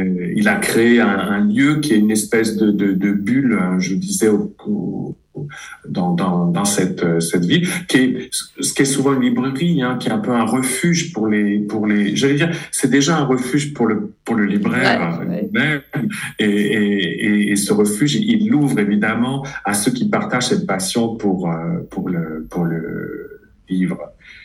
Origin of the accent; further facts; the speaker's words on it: Grand Est, France; moi, je suis originaire des Pouches. J'avais un papa italien de la région de Bari qui a émigré en Lorraine, dans la Lorraine minière. Et c'est là que moi, j'ai grandi, c'est-à-dire sous un ciel gris.